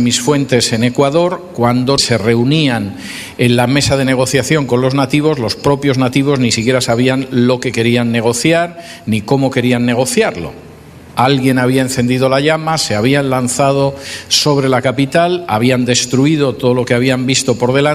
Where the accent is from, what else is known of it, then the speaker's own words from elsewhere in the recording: Spain; moved away; en mi país de origen, que es España